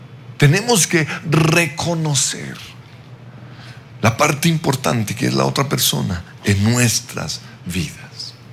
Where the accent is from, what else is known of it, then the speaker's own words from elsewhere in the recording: Australia; Ella es de Chiquinquirá, yo soy de Australia.